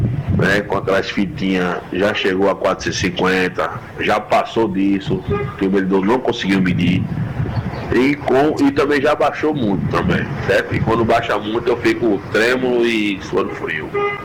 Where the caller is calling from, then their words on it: Santa Cruz do Capibaribe, Pernambuco, Brazil; eu sou aqui de Santa Cruz do Caparibe.